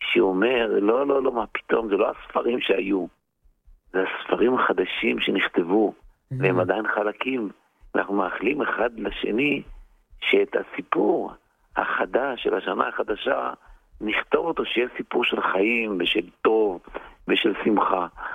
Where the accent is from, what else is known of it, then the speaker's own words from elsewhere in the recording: Beit She'an Valley, Northern District, Israel; אני נולדתי בעמק המעיינות, אז קראו לו זה עמק בית שאן.